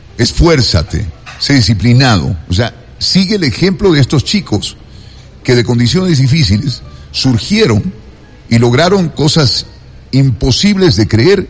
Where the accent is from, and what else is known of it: Ecuador